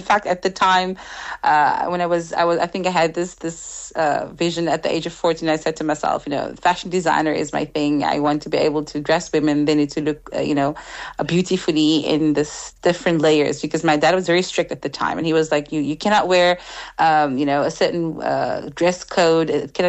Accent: Egypt; first language Arabic; English is a second language; moved away; I grew up in Egypt, so my first language is Arabic.

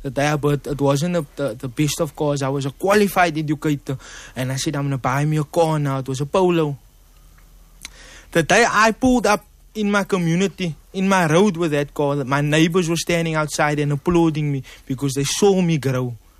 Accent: Mitchell's Plain, Western Cape, South Africa; I'm from Mitchell's Plain, so I'm automatically a collegian.

